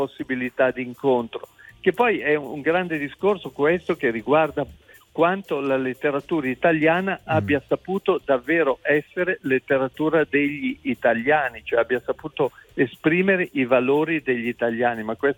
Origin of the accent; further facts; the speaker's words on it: Milan, Lombardy, Italy; born there; io sono nato a Milano, ma non da genitori milanesi